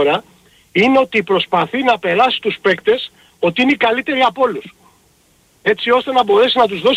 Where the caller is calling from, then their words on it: Piraeus, Attica, Greece; είμαι Πειραιώτης